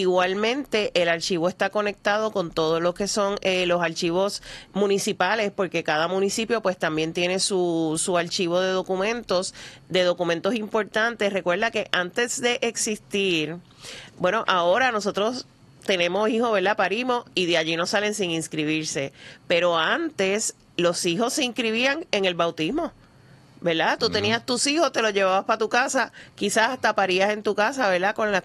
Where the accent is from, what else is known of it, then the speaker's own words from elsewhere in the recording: San Juan, Puerto Rico; Era San Mateo de Cangrejos, que ese es el nombre que aparece en todas partes, y nosotros éramos un pueblo. Éramos un pueblo, así que ahora somos un barrio de San Juan, pero sabes que vivimos y mantenemos esa idiosincrasia